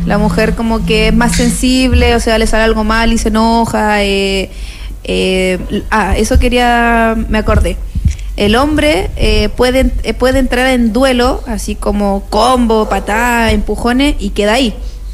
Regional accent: Mejillones, Antofagasta, Chile; no es mi ciudad, porque yo soy de Mejillones, pero... no sé, yo amo mi región y amo el norte

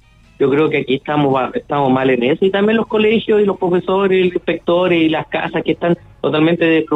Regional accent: Santiago, Santiago Metropolitan Region, Chile; now in Antofagasta, Chile; yo soy de Santiago, yo llevo 20 y tantos años viviendo acá

